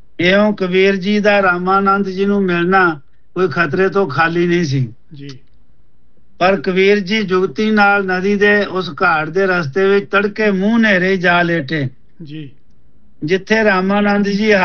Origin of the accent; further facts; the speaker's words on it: Punjab, India; moved away; ਜਿਵੇਂ ਅਸੀਂ ਭਾਰਤੀ ਹਾਂ, ਸਾਡਾ ਸੱਭਿਆਚਾਰ ਪੰਜਾਬੀ ਤੇ ਵਿਦੇਸ਼ਾਂ ਵਿੱਚ ਆ ਕੇ ਅਸੀਂ ਵੀ ਪੱਛਮੀ ਸੱਭਿਆਚਾਰ ਵਿੱਚ ਰਹਿਣ ਕਰਕੇ